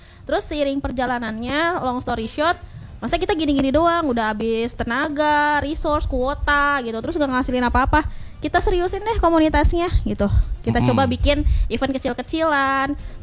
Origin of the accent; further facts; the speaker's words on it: Tangerang, Banten, Indonesia; Sama, kita dari Tangerang.